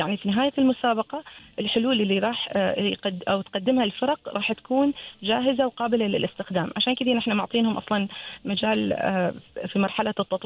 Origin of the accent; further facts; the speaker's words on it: Oman; احنا عندنا في عمان